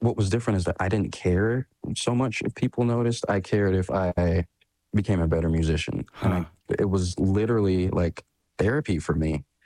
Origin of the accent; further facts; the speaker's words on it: Texas, United States; It's a big part of why I was so afraid of being myself growing up, because it's just like, yeah, we're not as... We tend to not be as open-minded as other places.